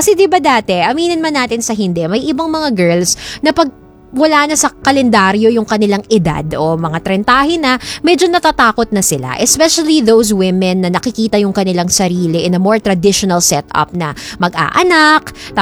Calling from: Quezon City, Metro Manila, Philippines; Ako po ay taga Quezon City.

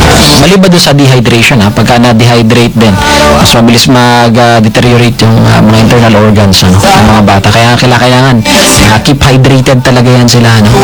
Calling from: Zamboanga City, Zamboanga Peninsula, Philippines; Taga Zamboanga City po ako.

